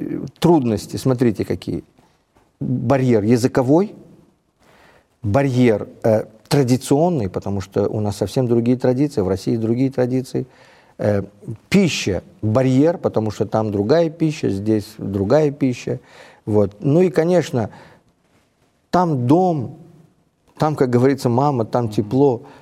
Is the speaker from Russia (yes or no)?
no; Uzbekistan; я сам уроженец азиатских стран, я сам уроженец Узбекистана. И я знаю, каков наш народ.